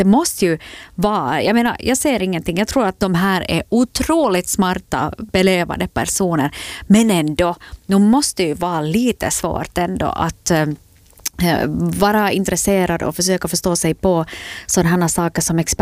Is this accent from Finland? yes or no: yes; Vaasa, Ostrobothnia, Finland; Här i min hemstad Vasa så var det faktiskt i morse där jag kuskade runt här i stan.